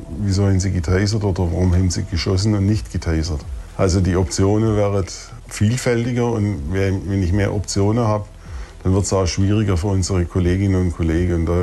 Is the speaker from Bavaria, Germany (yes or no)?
no; Baden-Württemberg, Germany; Landschaftlich ist es genauso schön wie bei mir im Schwarzwald. Ich komme ja aus dem Schwarzwald